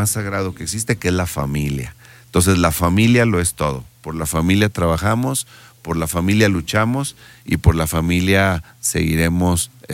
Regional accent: Mexico

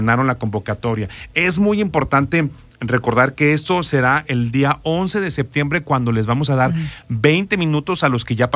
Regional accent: Mexico

